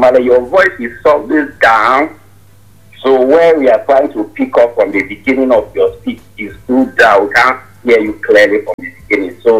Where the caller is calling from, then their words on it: Nigeria; I'm calling from Ramaganda.